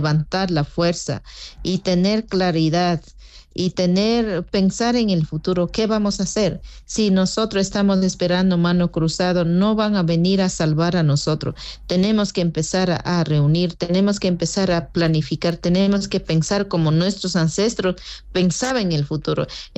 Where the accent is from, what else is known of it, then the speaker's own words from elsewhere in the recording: Pastaza, Ecuador; Yo soy Huaurani de Pastaza por el sur. Yo siempre escuchaba desde niña hasta adolescencia que el norte de la Amazonía